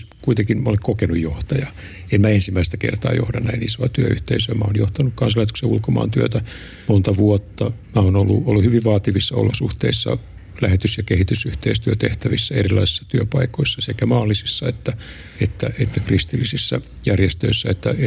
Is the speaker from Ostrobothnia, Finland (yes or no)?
yes; Vaasa, Ostrobothnia, Finland; Vaasahan on mun kotikaupunki, mä oon syntynyt ja kasvanut siellä.